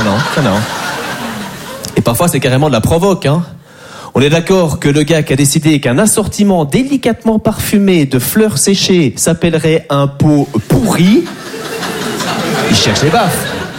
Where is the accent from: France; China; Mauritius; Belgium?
Belgium; Moi j'adore les Français, même si je suis belge.